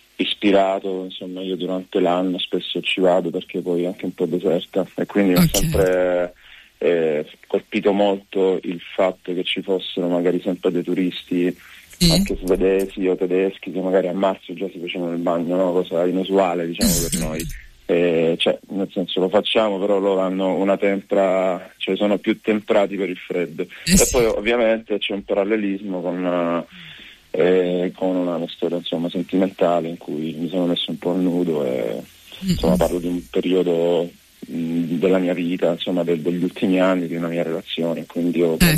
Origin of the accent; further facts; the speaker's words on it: Apulia, Italy; ho scelto di vivere qui nel Salento fortemente, è stata una scelta di vita